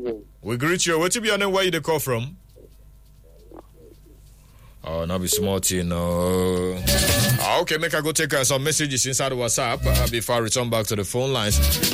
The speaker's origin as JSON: {"language": "English", "town": "Calabar", "region": "Cross River", "country": "Nigeria", "lives_now": "Anambra State, Nigeria", "said": "from Cross River State, Calabar South, but I live here in Anambra State."}